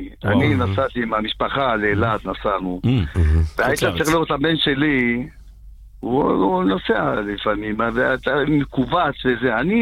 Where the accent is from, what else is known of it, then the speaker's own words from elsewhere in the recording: Jerusalem, Jerusalem District, Israel; אני מירושלים.